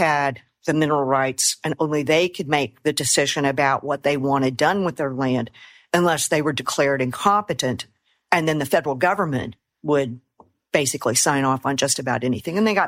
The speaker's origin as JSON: {"language": "English", "region": "Oklahoma", "country": "United States", "tie": "born there", "said": "I was born there on the Osage Reservation."}